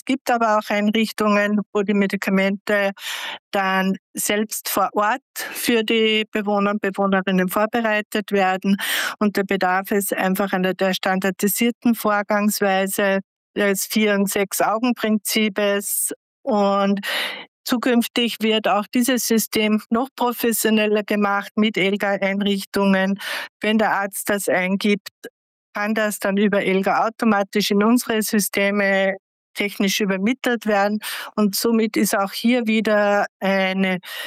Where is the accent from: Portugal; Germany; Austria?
Austria; dann glaube ich, ist die Sicherheit sehr, sehr hoch bei uns in Österreich.